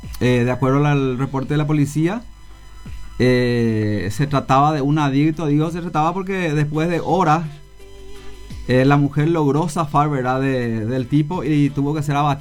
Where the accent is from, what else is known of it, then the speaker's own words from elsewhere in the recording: Concepción, Paraguay; moved away; los que somos de Concepción